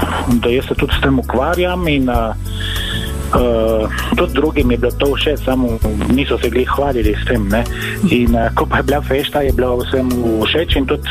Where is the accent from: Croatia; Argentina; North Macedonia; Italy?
Italy; Dolina, Friuli-Venezia Giulia; Moj domači kraj je Dolina pri Trstu. To je vasica tik ob mestu in tik ob slovenski meji, pod gradom Socerb.